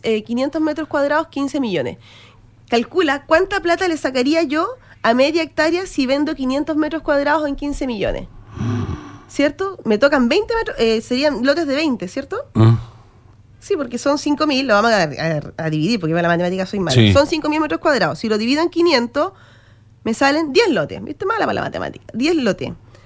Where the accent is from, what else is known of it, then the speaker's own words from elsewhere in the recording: Pica, Tarapacá, Chile; Y yo que soy de Pica